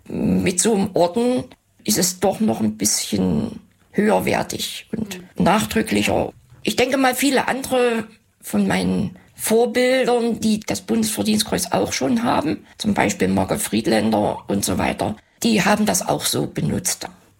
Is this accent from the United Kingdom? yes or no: no; Halle, Saxony-Anhalt, Germany; Da ich einen Großteil meiner Kindheit im Umfeld von Halle verbracht habe, also in den Dörfern rund um Halle, erweiterter Speckgürtel